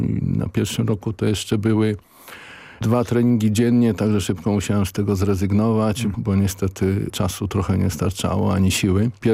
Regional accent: Warsaw, Masovian Voivodeship, Poland; urodziłem się na Ochocie, a wychowywałem się na Grochowie.

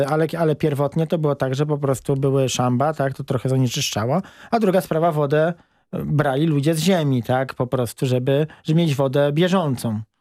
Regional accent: Masovian Voivodeship, Poland; moved away; ja się wychowałem wcześniej w Kampinoskim Parku Narodowym, który jest terenem mocno, przynajmniej pierwotnie zabagnionym

